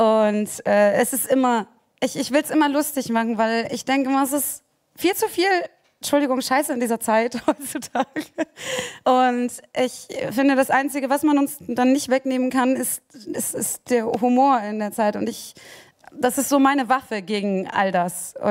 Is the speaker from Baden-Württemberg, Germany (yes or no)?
no; Cuxhaven, Lower Saxony, Germany; die ist so schön norddeutsch, ich komme aus Cuxhaven